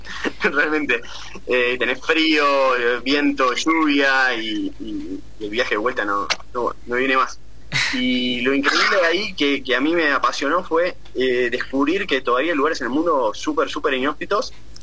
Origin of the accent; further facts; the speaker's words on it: Argentina; somos argentinos y civiles